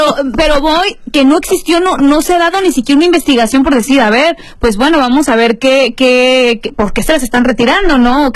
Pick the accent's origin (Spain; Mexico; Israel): Mexico